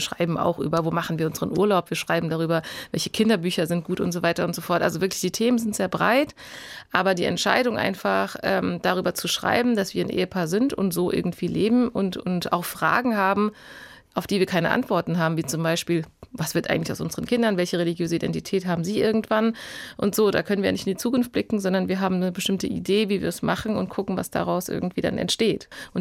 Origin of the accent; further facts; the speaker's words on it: Frankfurt, Hesse, Germany; ich bin hier in Frankfurt aufgewachsen, in einem sehr religiösen Kontext